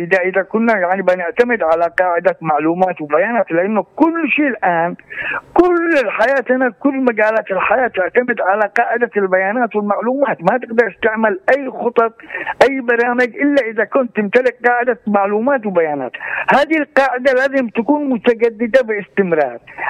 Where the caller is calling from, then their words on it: Yemen; هذا بالنسبة عندنا في اليمن.